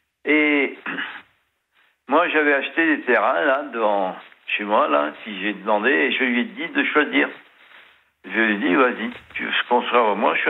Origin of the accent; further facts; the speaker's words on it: Algeria; now in France; D'abord, je suis pied-noir d'origine. Mes parents aussi.